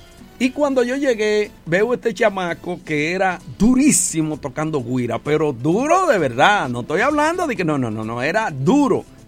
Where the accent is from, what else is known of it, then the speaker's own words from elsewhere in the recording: Dominican Republic; now in New York, United States; lo que somos nosotros los dominicanos, una mezcla